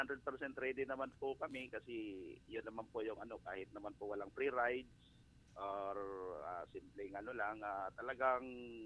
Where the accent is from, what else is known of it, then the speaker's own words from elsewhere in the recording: Hagonoy, Davao Region, Philippines; Hagunoy, Davao del Sur.